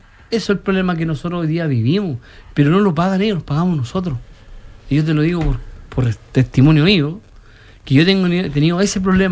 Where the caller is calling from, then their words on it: Chile; todo lo que hoy día vivimos como chilenos